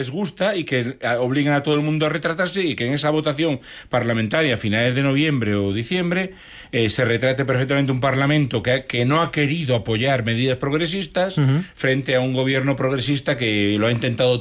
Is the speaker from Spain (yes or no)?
yes; Galicia, Spain; Es que hay millones de españoles, y yo claro, soy gallego como tú, uh-huh.